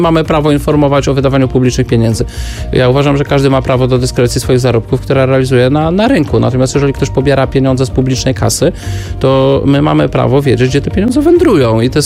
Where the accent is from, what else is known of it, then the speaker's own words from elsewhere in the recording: Lubusz–Lower Silesia border, Poland; wychowywałem się na pograniczu lubusko-dolnym śląskim